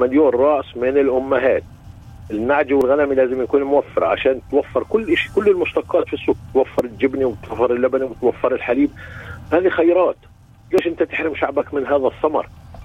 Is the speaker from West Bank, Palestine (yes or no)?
yes; West Bank, Palestine; احنا كفلسطيني